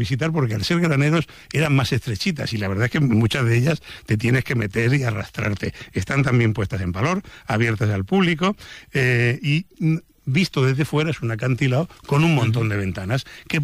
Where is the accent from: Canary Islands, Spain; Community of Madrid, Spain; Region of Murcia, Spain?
Region of Murcia, Spain; no hablo catalán valenciano y encima soy de Murcia, que me como las S, ¿no?